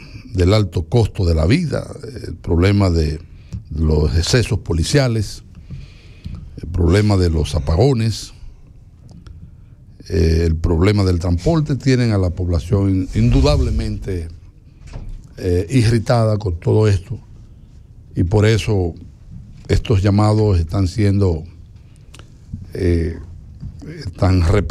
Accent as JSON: {"language": "Spanish", "country": "Dominican Republic", "said": "Y como dominicano"}